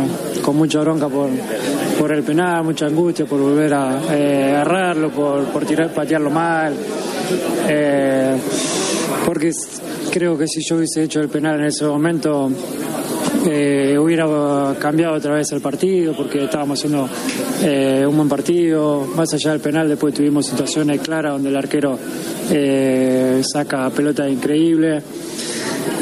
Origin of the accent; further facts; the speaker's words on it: Argentina; demuestra cada día lo que somos como argentinos, el orgullo que nos da y nada, muy feliz.